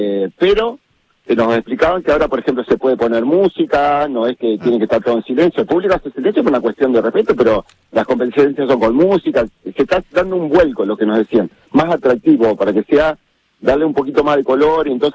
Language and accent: Spanish; Recreo, Argentina; nosotros los que somos de Recreo